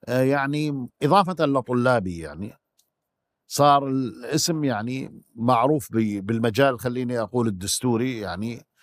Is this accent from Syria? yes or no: yes; Syria; moved away as an adult; طبعا أنا طلعت من سوريا لأنه نتيجة طلب النظام، طلبني ب 15/11/2014